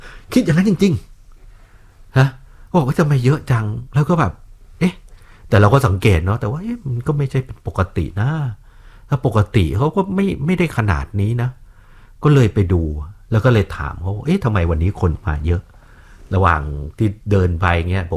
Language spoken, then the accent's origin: Thai; Bangkok, Thailand; เพราะว่าเราคนกรุงเทพอ่ะเราบางทีเราก็ต้องตามหน่อยใช่ไหมข่าวสารต่างๆ